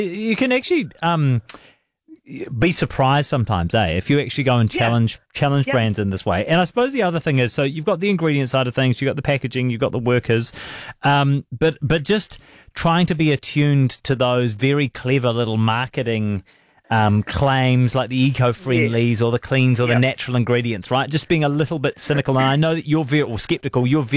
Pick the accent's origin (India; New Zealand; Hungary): New Zealand; Blenheim, Marlborough; now in Christchurch, New Zealand; My wife is from Canada. I'm from Blenheim. We ended up living in Christchurch, but our house was destroyed in the earthquakes